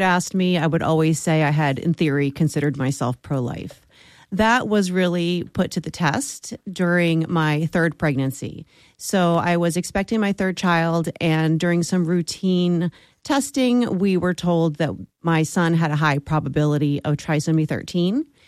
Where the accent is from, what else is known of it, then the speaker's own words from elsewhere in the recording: Vineland, New Jersey, United States; moved away as an adult; now in Philadelphia, United States; I grew up in Vineland, New Jersey, which is a very rural area, if anyone is familiar with it. And I lived in New Jersey between Vineland and the shore until I got married and moved to South Philly.